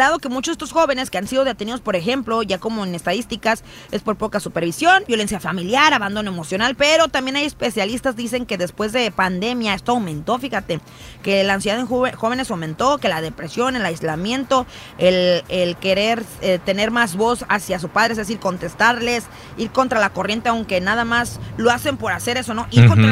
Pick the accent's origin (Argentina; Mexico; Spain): Mexico; now in California, United States; yo crecí en México, mi hijo está creciendo en este país